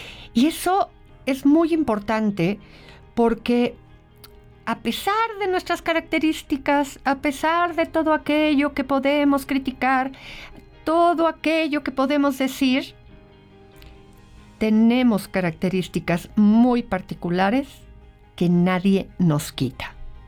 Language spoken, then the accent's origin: Spanish; Mexico; el espíritu que nos define como mexicanos